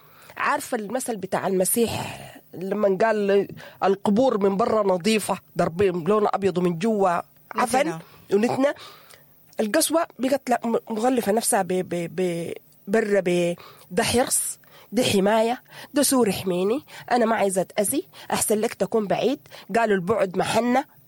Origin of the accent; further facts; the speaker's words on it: Sudan; ونحن شعب سوداني شغالين بعواطفنا